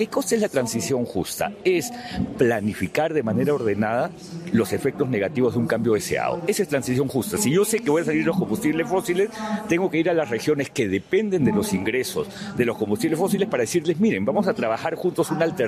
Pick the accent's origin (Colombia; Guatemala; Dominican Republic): Colombia; Para mí un placer, un gusto estar en mi país, en Colombia y en Medellín, que es una bella ciudad.